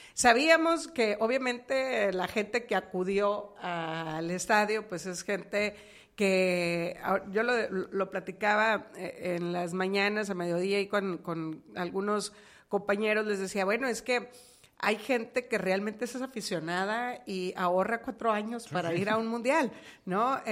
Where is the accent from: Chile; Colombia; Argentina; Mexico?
Mexico; festejar como mexicanos que nos sentimos orgullosos